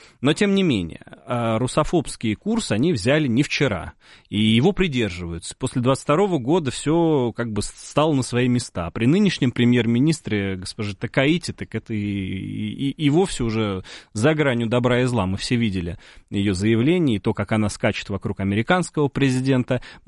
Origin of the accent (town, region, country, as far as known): Russia